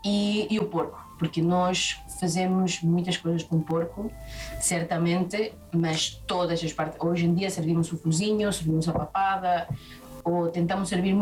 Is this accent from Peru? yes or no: yes; Pucallpa, Ucayali, Peru